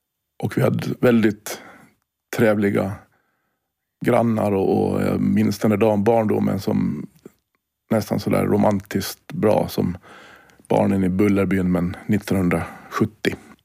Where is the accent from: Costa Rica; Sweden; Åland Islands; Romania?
Åland Islands; Mariehamn; och jag är uppväxt i Mariehamn.